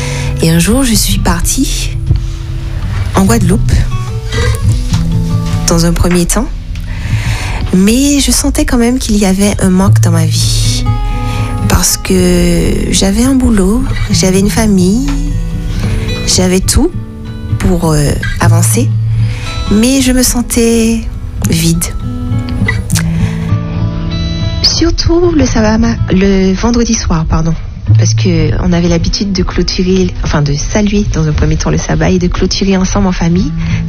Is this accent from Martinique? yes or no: yes; Martinique; je suis aussi rentrée chez moi en Martinique, auprès de ma famille.